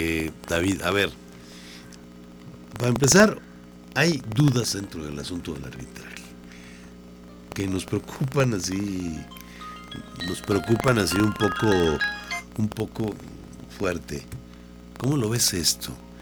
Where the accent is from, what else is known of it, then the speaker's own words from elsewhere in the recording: Mexico; Que lo digamos porque somos mexicanos